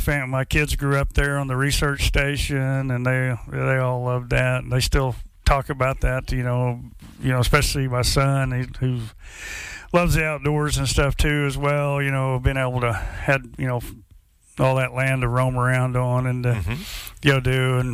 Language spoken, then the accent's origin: English; Tuttle, Oklahoma, United States; I grew up in Tuttle, Oklahoma.